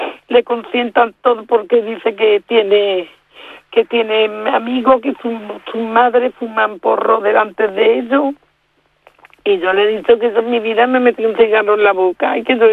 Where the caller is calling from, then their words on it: Catalonia, Spain; No vivo en Pineda de Mar, pero vivo muy cerca.